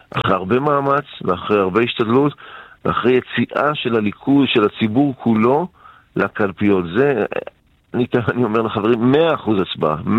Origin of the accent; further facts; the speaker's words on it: Netanya, Central District, Israel; born there; אתמול היינו בכנס גדול בנתניה, איזה סמלי מבחינתי לסכם את המרוץ הזה, בעיר הולדתי